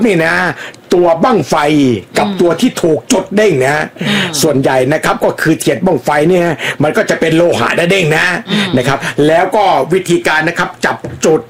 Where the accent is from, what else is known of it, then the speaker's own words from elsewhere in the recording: Roi Et, Thailand; บ้านผมเด้งบ้านเกิดของผมนะครับเสาร์อาทิตย์ที่ผ่านมานะครับพึ่งจัดงานบั้งไฟใหญ่เลยนะ